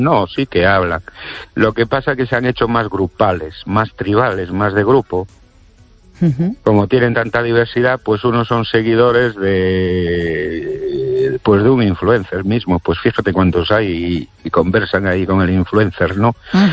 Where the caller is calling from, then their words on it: Ourense, Galicia, Spain; Buenas noches, Esther y oyentes … de Orense.